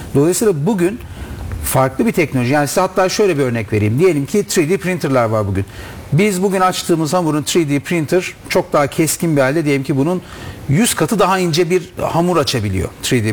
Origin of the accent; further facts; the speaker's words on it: Gaziantep, Turkey; born there; also born or lived in Istanbul; Yani Gaziantep bugün benim de memleketim. Ailemin 3 nesli burada, 3 nesli İstanbul'da yetişmiş. 6 neslidir baklavacıyız.